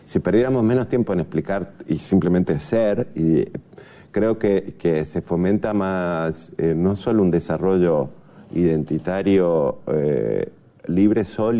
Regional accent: Uruguay; also born or lived in Poland; now in Madrid, Spain; viviendo en Madrid, con Uruguay, con cada cosa que toco aquí, yo es como me siento que un absoluto uruguayo, también me siento muy madrileño, ya vivo hace 27 años

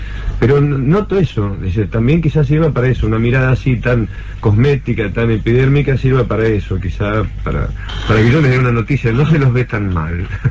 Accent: La Plata, Buenos Aires Province, Argentina; uno sale de La Plata y queda registrado como en la anécdota de … que somos platenses. Yo he vivido más tiempo en otros lugares que en La Plata

